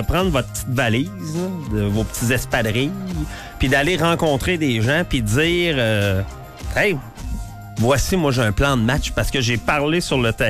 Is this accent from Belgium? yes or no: no; Quebec, Canada; c'est chez nous au Québec.